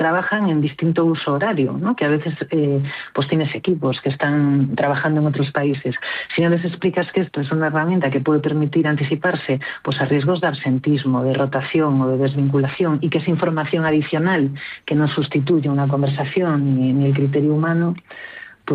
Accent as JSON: {"language": "Spanish", "region": "Galicia", "country": "Spain", "said": "Yo, que soy gallega"}